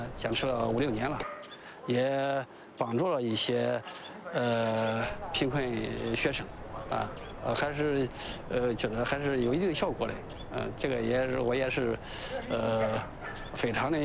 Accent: Taihe, Anhui, China; born or raised there; moved away

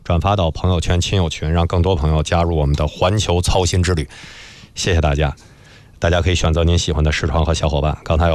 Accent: China

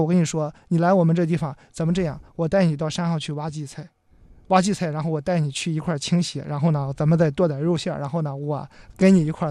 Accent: Shandong, China; 那个我是山东的

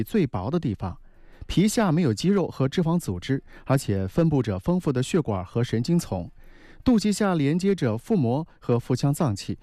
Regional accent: China; 这是我们中国人的传统。

